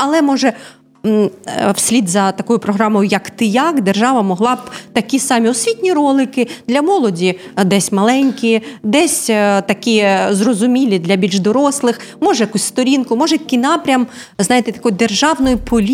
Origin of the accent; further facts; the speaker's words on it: Donetsk Oblast, Ukraine; я з Донеччини.